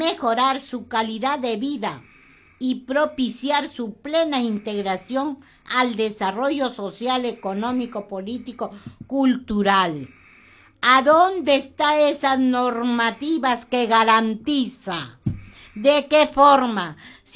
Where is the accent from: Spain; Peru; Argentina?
Peru; Feliz Día de la Bandera como peruano.